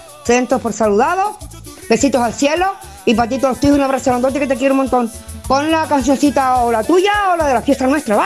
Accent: La Dama, La Gomera, Canary Islands, Spain; born there; desde aquí a la dama, a mi tierra querida. Al barrio que me vio nacer.

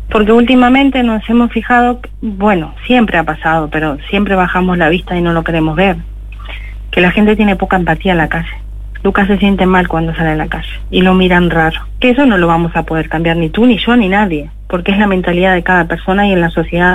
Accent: Uruguay; moved away as an adult; now in Spain; Yo soy enfermera, soy de Uruguay, hace 25 años que estoy en España.

